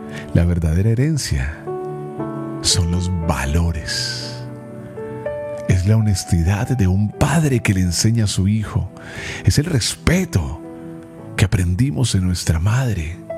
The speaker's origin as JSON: {"language": "Spanish", "country": "Colombia"}